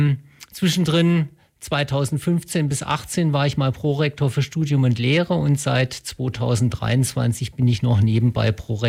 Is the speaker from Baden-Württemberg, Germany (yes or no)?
yes; Bad Mergentheim, Baden-Württemberg, Germany; moved away as an adult; also born or lived in Karlsruhe; Ja, also ich komme ursprünglich aus Bad Mergentheim, ganz im Nordosten unseres Ländles, habe da Abi gemacht, bin von dort nach Karlsruhe zum Studieren